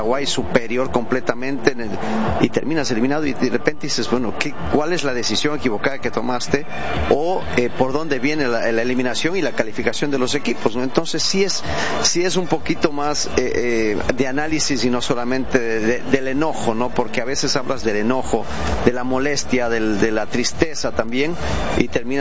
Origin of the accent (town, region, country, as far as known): Ecuador